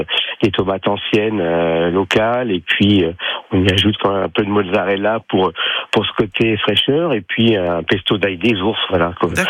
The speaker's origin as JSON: {"language": "French", "town": "Tours", "region": "Centre-Val de Loire", "country": "France", "tie": "born or raised there", "also_born_or_lived": "Paris / Versailles", "moved": "as an adult", "lives_now": "Blesle, France", "said": "Tout d'abord en Touraine, où je suis originaire de Tours, puis sur Paris, Deauville, Hôtel Royal, des hôtels et restaurants étoilés."}